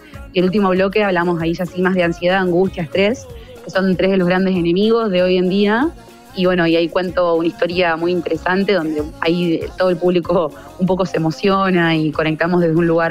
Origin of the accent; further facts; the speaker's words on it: Santa Fe, Argentina; born there; yo nací en Santa Fe